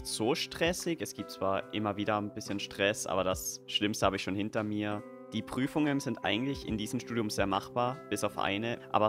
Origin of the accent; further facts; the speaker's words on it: Tyrol, Austria; denn ich komme ja aus Osttirol, aber ich studiere ja in Kärnten.